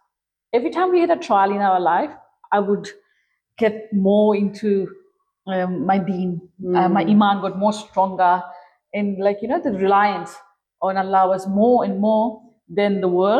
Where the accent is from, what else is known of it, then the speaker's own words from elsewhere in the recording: Fiji; moved away as an adult; now in Australia; Because we're from Fiji